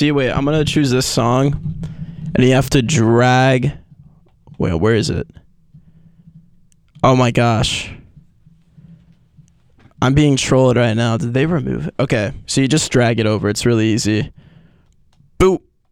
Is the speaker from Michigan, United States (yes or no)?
no; Charleston, South Carolina, United States; now in Columbia, United States; I'm from Charleston, personally.